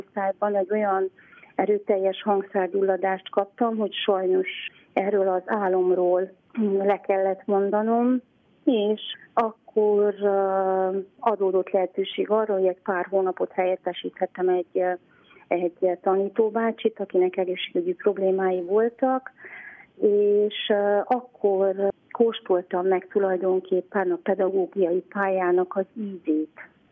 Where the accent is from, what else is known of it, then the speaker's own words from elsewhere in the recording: Romania; nem kaptam karácsonyi pénzt, mert román vagyok, nem kaptam kollégiumi pótlékot, mert román vagyok